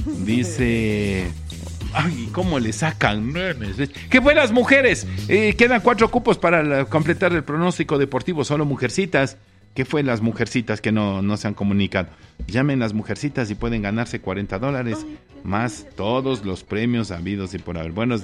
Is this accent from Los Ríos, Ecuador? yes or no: no; Ibarra, Imbabura, Ecuador; born there; Yo nací en San Francisco.